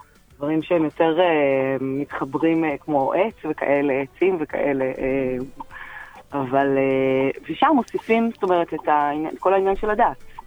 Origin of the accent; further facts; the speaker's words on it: Tel Aviv, Tel Aviv District, Israel; moved away as an adult; now in Jerusalem, Israel; תל אביבית במקור לגמרי